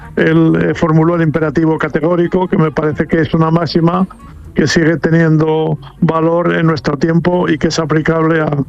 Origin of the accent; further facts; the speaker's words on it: Miranda de Ebro, Castile and León, Spain; muchos recuerdos de mi infancia en Miranda, cuando iba al Ebro con mis amigos a bañarme, los veranos, el fútbol en las campas, en las eras, como se decía en Miranda, esa época en la que tenía 10 o 12 años